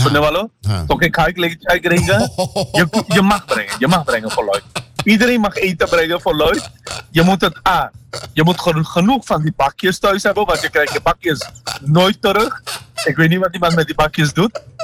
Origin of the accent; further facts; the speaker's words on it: Suriname; Nee, maar luister, ik ben in Suriname opgegroeid.